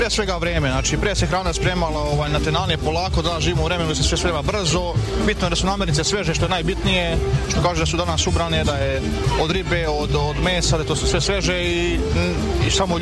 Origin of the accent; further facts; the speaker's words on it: Valjevo, Šumadija and Western Serbia, Serbia; Dobar dan … dolazim iz Valjeva, ovdje sam treći put na ovoj manifestaciji.